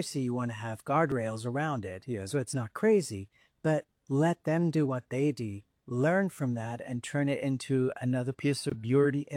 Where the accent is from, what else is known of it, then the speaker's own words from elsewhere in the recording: England, United Kingdom; now in United States; Well, I mean, I came from England to America for opportunity.